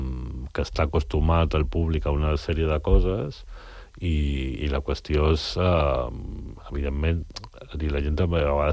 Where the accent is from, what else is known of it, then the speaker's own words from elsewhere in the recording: Balearic Islands, Spain; now in Barcelona, Spain; Tinc en compte que jo visc a Barcelona, som mallorquí, per mi Sant Cugat forma part de l'àrea d'influència de Barcelona